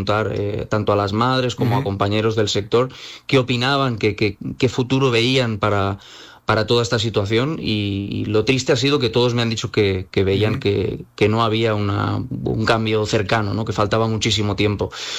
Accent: Spain; yo personalmente que soy de España, creo que aquí sería una noticia nacional

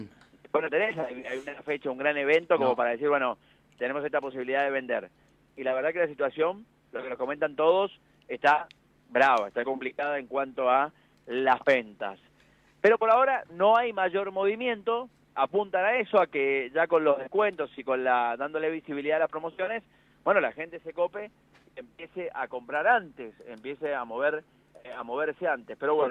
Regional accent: Mendoza, Argentina; todos los mendocinos que estamos ya palpitando lo que va a ser el Día de la Madre

